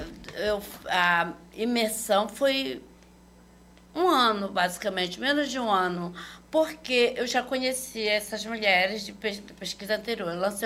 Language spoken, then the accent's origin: Portuguese; Belém, Pará, Brazil; Eu sou de Coraci